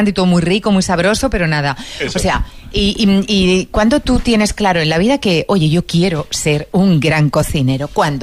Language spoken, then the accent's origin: Spanish; Huelva, Andalusia, Spain; en Huelva, que es nuestra tierra por la que apostamos?